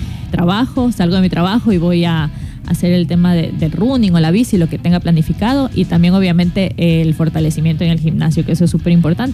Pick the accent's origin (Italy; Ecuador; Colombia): Ecuador; now in Santo Domingo, Ecuador; Voy a hacer el Ironman de Ecuador, obviamente, porque quiero correr todos los años en mi país.